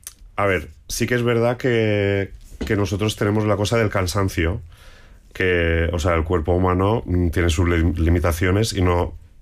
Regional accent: Balearic Islands, Spain; accent: Mallorquín; first language Catalan (Mallorquín); Spanish is a second language; mi lengua materna y es como un disco de... Ahora que está tan de moda lo de Kilómetro Cero, pues mi lengua Kilómetro Cero es el catalán, el mallorquín

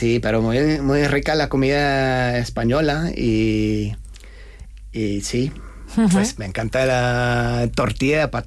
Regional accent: Australia; Spanish is a second language; now in Spain; Hablan de mi pueblo, sí. Y en las vacaciones me voy a mi pueblo y es que, como tu pueblo, ¿qué? No, en Australia. Bueno, sí, yo soy.

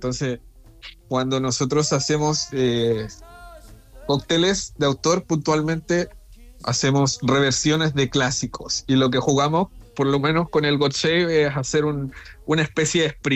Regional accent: Chile

